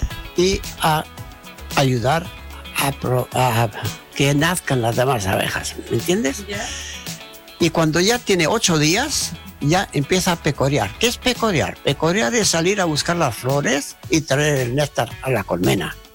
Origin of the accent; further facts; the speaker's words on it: Spain; moved away as an adult; now in Ralún, Chile; vengo de una familia que somos 7 hermanos. Ya. Éramos, porque ya quedamos solamente 3. Ya. Nací en España